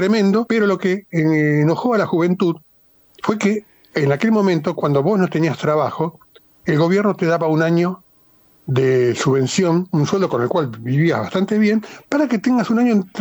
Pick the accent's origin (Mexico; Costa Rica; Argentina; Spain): Argentina